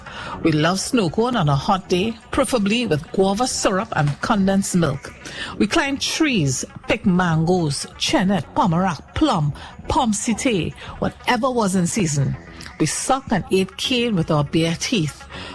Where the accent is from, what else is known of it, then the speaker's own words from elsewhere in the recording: Trinidad & Tobago; I grew up in Trinidad and Tobago during a time when everyone treated each other like family, when you always had to speak properly when you were with your parents or adults, but could lego with your friends.